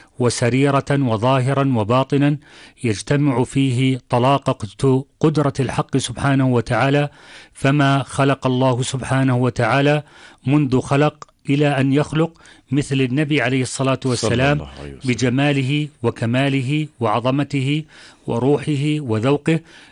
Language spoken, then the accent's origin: Arabic; Jordan; أن يعيد علينا هذه الذكرى على بلدنا الأردن المبارك